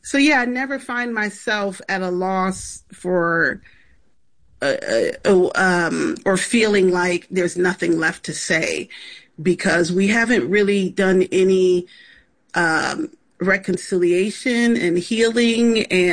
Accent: Rochester, New York, United States; I'm just ready to have a blackety-black show in Rochester, my hometown.

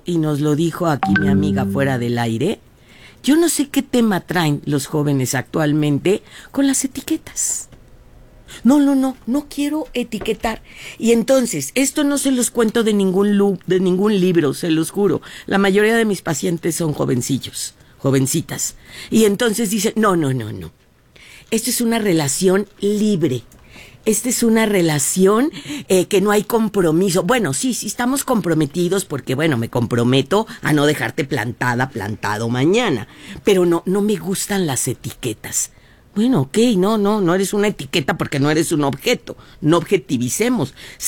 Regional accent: Mexico; sí, claro, sí, somos mexicanos

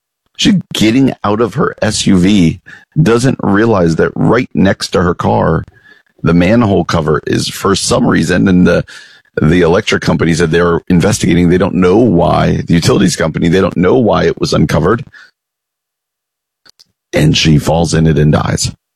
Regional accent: New York, United States; I'm from the East Coast, so sometimes I like to read the New York Post online and just see what's going on back in the New York area where I grew up

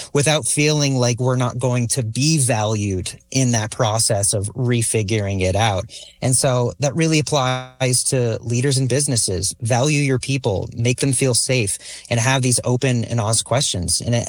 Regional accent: New England, United States; born or raised there; now in California, United States

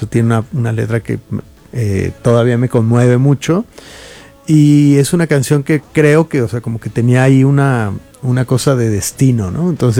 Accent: Guadalajara, Jalisco, Mexico; iba de Ciudad de México a Guadalajara, yo soy de Guadalajara, y me fui manejando

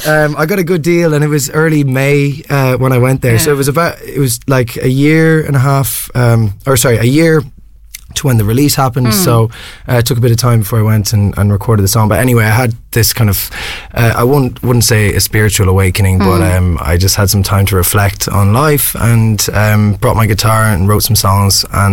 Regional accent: Mullingar, Westmeath, Ireland; moved away; also born or lived in Germany / United Kingdom; I was living in the UK. So coming back to Ireland, and if I, you know, especially in the Midlands, I'm from Mullingar

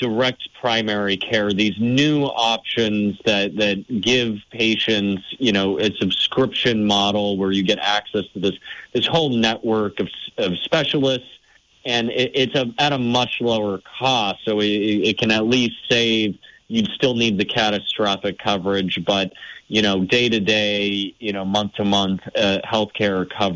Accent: New Hampshire, United States; I see our neighbors in New Hampshire, my home state, that is ranked number six.

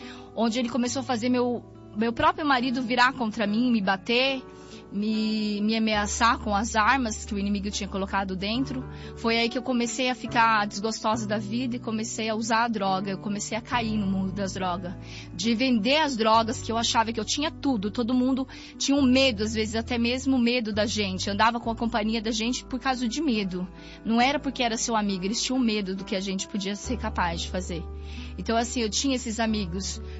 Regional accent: Bom Jesus dos Perdões, São Paulo, Brazil; sou de uma cidade do interior de Bom Jesus dos Perdões, uma cidade pequena

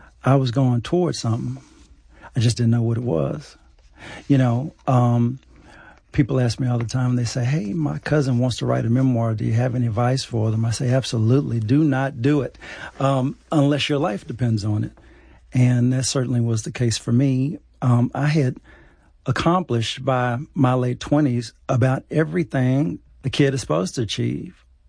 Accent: Dallas, Texas, United States

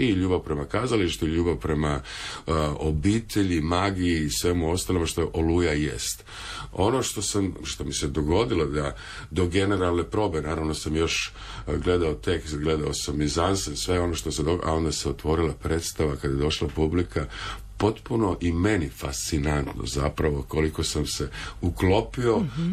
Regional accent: Osijek, Osijek-Baranja County, Croatia; now in Dubrovnik, Croatia; ja sam rodom iz Osijeka, pa kad sam kao mlađi se vraćao kao student u Osijek

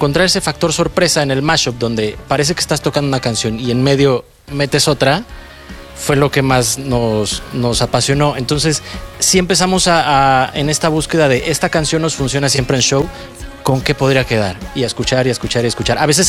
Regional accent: Querétaro, Mexico; soy de Querétaro

